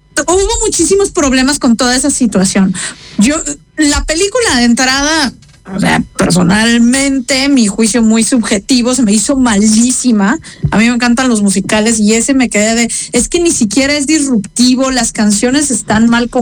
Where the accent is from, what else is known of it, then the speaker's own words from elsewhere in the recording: Mexico; a mi punto de vista, como mujer y como mexicana, me sentí ofendida.